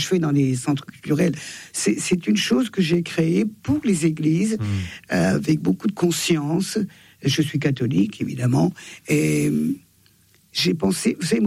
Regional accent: Auvergne-Rhône-Alpes, France; Je suis plus savoyarde que française, d'ailleurs.

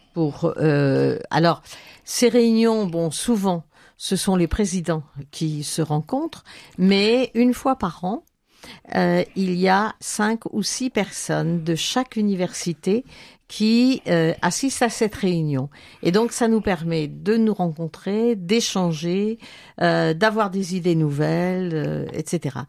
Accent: Lamballe, Brittany, France; also born or lived in Madagascar / Loir-et-Cher; Alors, moi … je suis du coin, puisque je suis de Lamballe, et mes parents étaient tous les deux de Saint-Aron. Mais je ne suis pas toujours restée à Lamballe

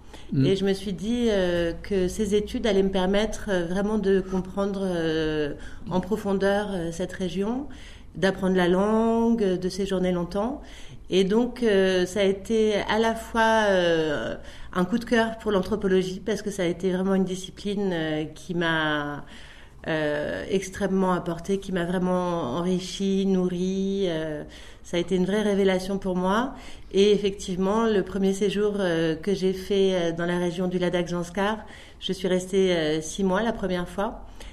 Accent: Puy-Saint-Vincent, Provence-Alpes-Côte d'Azur, France; Eh bien, moi, je suis née donc à Puy-Saint-Vincent et j'ai grandi à Puy-Saint-Vincent, dans les Hautes-Alpes.

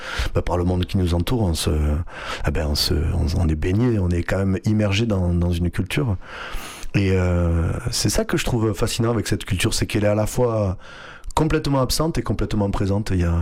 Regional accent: Bédarieux, Occitanie, France; born there; also born or lived in Hauts-Cantons; suis né à Bédarieux mais mes parents sont arrivés l'année de ma naissance, donc j'ai vraiment vécu toute mon enfance là dans les Hauts-Cantons. Dans les Hauts-Cantons.

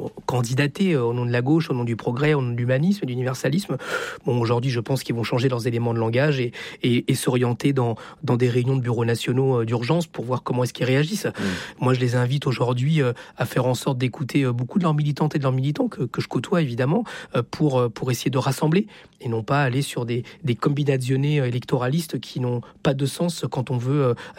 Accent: Chile; now in France; Je viens du Chili. Je suis fils d'exilés politiques. Je suis en France parce que l'extrême droite a pris le pouvoir de la pire des manières.

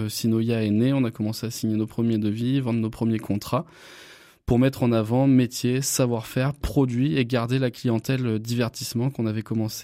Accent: Nersac, Nouvelle-Aquitaine, France; angoumoisin, pure souche. Je suis d'origine de Nersac, donc j'ai toujours grandi autour d'Angoulême.

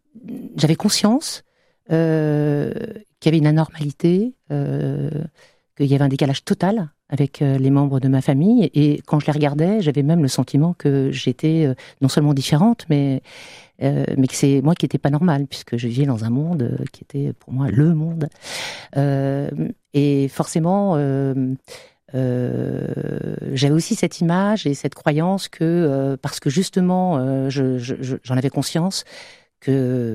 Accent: Puteaux, Île-de-France, France; born there; je suis née en 1971 à Puteaux, un département des Hauts-de-Seine, dans une famille immigrée, très modeste, au régime plutôt patriarcal, pas très ouvert sur le monde.

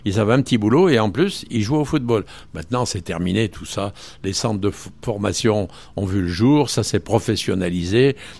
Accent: L'Étrat, Auvergne-Rhône-Alpes, France; born there; Non, je suis né ici à l'Étrat.

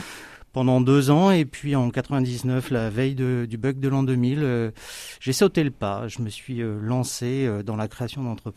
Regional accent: Dieppe, Normandy, France; also born or lived in Rouen; Je suis natif de Dieppe, de famille rouennaise.

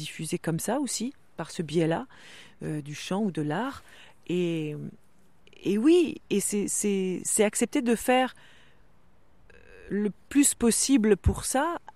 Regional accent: Brittany, France; first language Breton; French is a second language

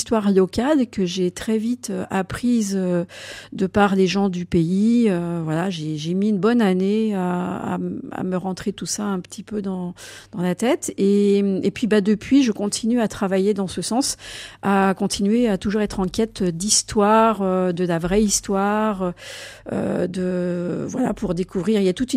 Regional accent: Auvergne-Rhône-Alpes, France; moved away as an adult; now in Bouin, France; je ne suis pas originaire de Vendée. Voilà, je suis plutôt savoyarde. J'ai vécu longtemps à la montagne, je suis née à la montagne, à 1500 mètres d'altitude. Et voilà, je suis arrivée sur le Marais de Boin tout à fait par hasard il y a une quinzaine d'années.

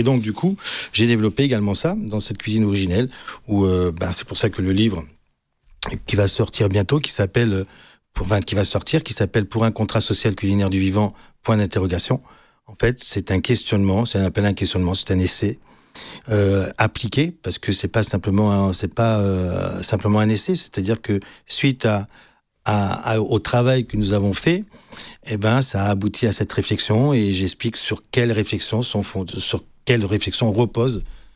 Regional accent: Mandelieu-la-Napoule, Provence-Alpes-Côte d'Azur, France; also born or lived in Cannes; je suis de Mandelieu à la base. Alors j'ai deux villes de cœur, Mandelieu et Cannes, parce que Mandelieu, c'est là où j'ai vécu mon enfance, où j'ai vécu.

